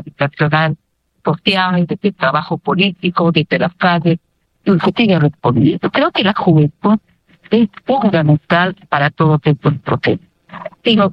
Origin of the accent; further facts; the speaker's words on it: Peru; No son temas ajenos a nosotros como personas, como peruanos y peruanas.